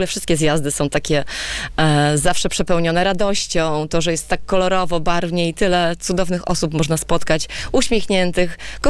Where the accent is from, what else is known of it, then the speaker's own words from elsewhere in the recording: Połczyno, Pomeranian Voivodeship, Poland; Ja z Połczyna